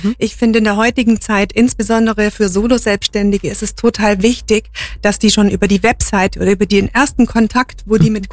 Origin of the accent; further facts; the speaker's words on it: Memmingen, Bavaria, Germany; also born or lived in Munich; Genau, ich bin Memmingerin und war 20 Jahre in München, habe auch in München meine Fotografenlehre gemacht.